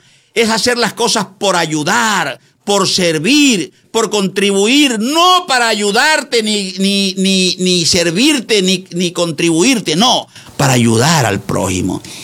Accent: Quinindé, Esmeraldas, Ecuador; Yo soy campesino, Manolito, yo nací en la Marujita City, que ahora le pongo Marujita City.

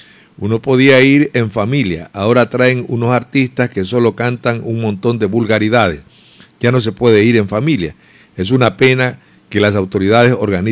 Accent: Ecuador; Somos ecuatorianos

